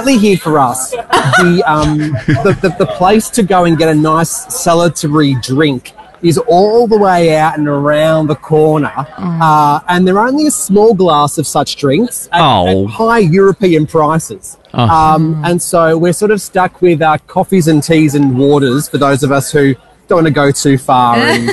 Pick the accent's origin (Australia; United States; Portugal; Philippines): Australia; as an Australian